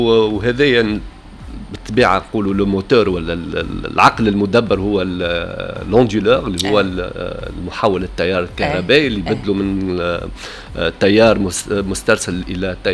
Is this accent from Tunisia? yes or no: yes; Tunisia; احنا التوانس